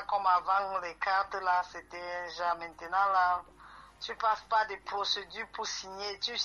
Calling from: Cameroon; je suis camerounaise.

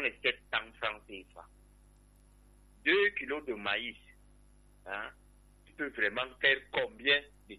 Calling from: Cameroon; Moi, je suis plus jeune. Vous savez, je suis Bata, excusez-moi de le dire. Je suis en Balmayo, je fais le maïs à Fumbot.

